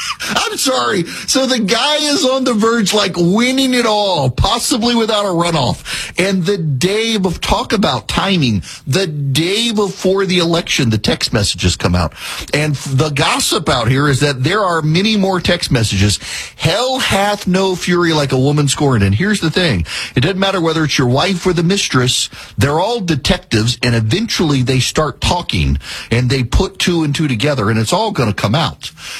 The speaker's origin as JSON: {"language": "English", "region": "Oklahoma", "country": "United States", "tie": "born or raised there", "said": "I got a little bit of a bias in my home state, keeping up with the elections there."}